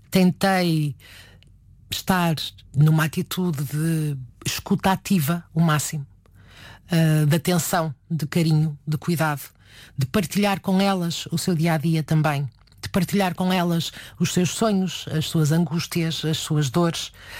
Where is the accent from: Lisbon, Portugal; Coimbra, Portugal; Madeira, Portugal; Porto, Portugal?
Porto, Portugal; Que eu sou do Porto.